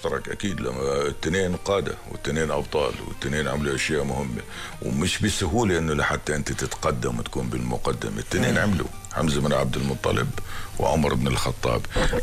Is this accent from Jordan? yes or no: yes; Jordan